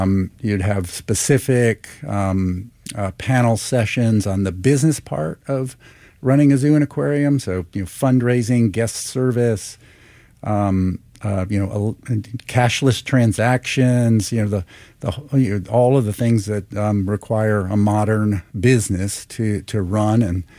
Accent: Atlanta, Georgia, United States; born or raised there

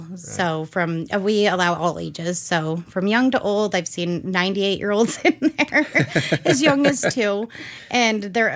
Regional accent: Utah, United States; moved away as an adult; And then when we moved up here, we're from Utah.

